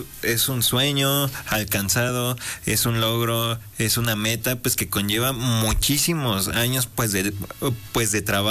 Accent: Mexico; Hasta el momento soy el único mexicano que lo ha podido ganar.

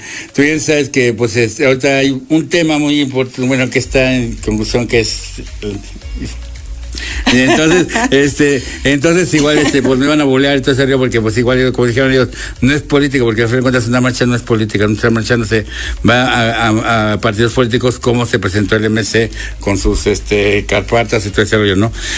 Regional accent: Puebla, Mexico; Yo soy de Puebla, pero mi papá era de Veracruz.

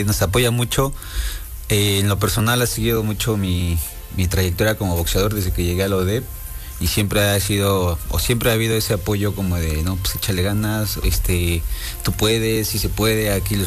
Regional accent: San Pedro Cholula, Puebla, Mexico; De aquí, originario de Puebla.

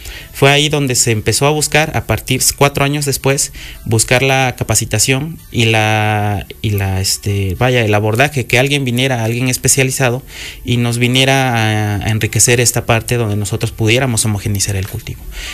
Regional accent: Veracruz, Mexico; now in Acatlán, Mexico; Yo vengo del estado de Veracruz, yo estoy en una región fría

